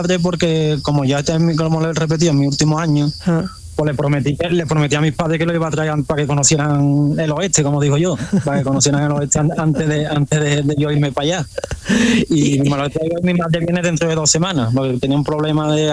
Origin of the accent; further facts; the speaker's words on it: Seville, Andalusia, Spain; si Dios quiere, vuelvo ya a mi tierra y con mi gente, mis compañeros y mi centro de trabajo, que es Sevilla.